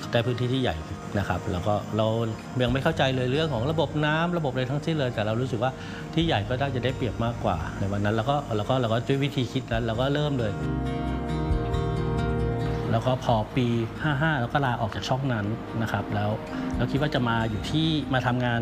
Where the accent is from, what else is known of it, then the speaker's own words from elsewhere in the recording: Bangkok, Thailand; moved away as an adult; now in Chiang Mai, Thailand; เป็นคนกรุงเทพธรรมดาคนหนึ่ง